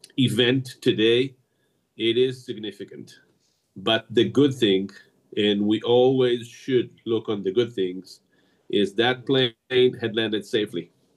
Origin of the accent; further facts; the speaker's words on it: Israel; I come from, if we look at that in a wider perspective, I come from Israel, and it's a small country which is being challenged by a war for like more than 3 years